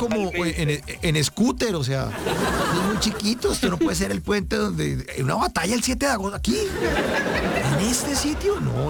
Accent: Colombia; Aquí decimos en Colombia, esto sí fue el florero de Llorente.

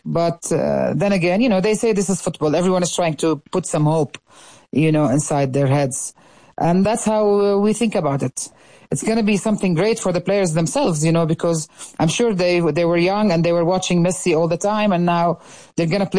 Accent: Jordan; English is a second language; I'm from Jordan.

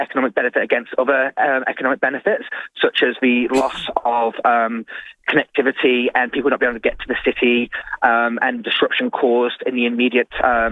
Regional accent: Isle of Man; now in Adelaide, Australia; I'm from the Isle of Man.

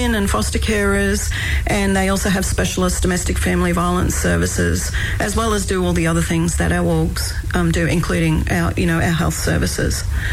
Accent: Sunshine Coast, Queensland, Australia; I'm a Kabi Kabi woman. I'm from the Sunshine Coast.

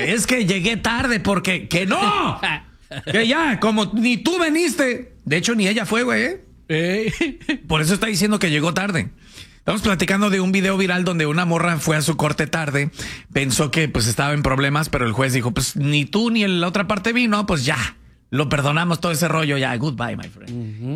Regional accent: Mexico; now in United States; I am American. Y ya salí de ahí y le dije, Soy mexicano a la vez.

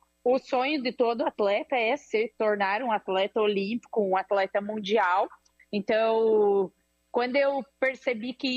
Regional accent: Ponte Serrada, Santa Catarina, Brazil; now in Jaraguá do Sul, Brazil; Eu que sou natural de Ponte Cervada, do Oeste Catarinense.

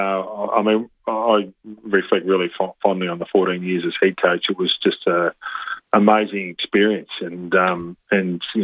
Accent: New South Wales, Australia; a non-traditional AFL market, and also growing up in New South Wales, I think was pretty special.

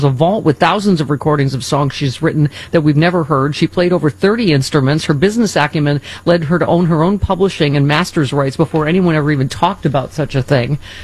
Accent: Buffalo, New York, United States; Because when I grew up in Buffalo, he was the star of the Buffalo Bills

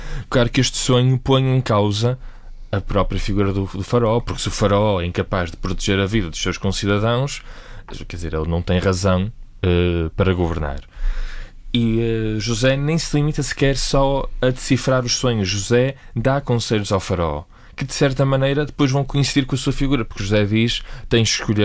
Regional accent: Viana do Castelo, Norte, Portugal; accent: swaps v and b (Minho); Aqui nota-se claramente que eu sou de Viana, porque troco os Vs pelos Vs.

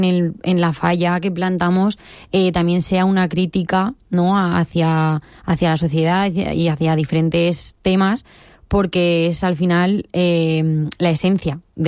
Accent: Elda, Valencian Community, Spain; soy del barrio de la Huerta Nueva

